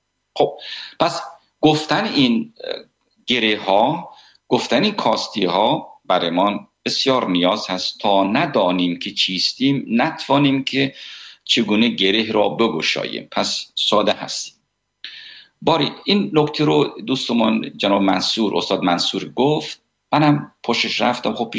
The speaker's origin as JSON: {"language": "Persian", "country": "Iran", "said": "من ایرانی هستم"}